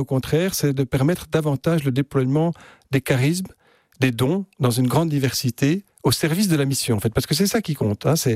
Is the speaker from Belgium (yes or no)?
yes; Belgium; quand moi j'étais jeune encore, quand j'ai encore connu une société qui était très organisée chez nous en Belgique sur ces trois piliers